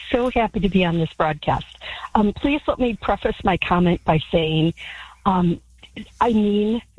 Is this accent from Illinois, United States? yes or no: no; Cleveland, Ohio, United States; I am from Cleveland, the suburbs of Cleveland, and Cleveland is known, the suburbs were an area of white flight.